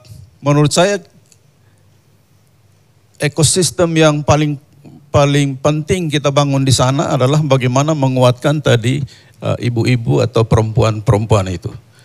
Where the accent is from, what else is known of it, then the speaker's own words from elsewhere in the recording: East Nusa Tenggara, Indonesia; saya putra asli daerah NTT. Jadi besar, kecil, lahir di desa terpencil di pedalaman Pulau Timur.